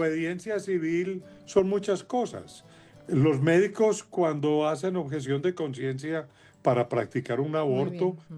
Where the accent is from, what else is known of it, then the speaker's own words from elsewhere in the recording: Colombia; Y mire usted cómo somos los colombianos los que ya deberíamos haber superado esa discusión